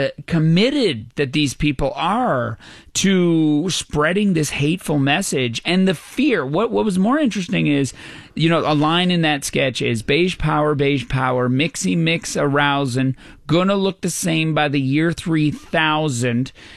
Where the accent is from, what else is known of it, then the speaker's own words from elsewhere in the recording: Newfoundland and Labrador, Canada; Oh, I was like, okay, first of all, I grew up in Newfoundland.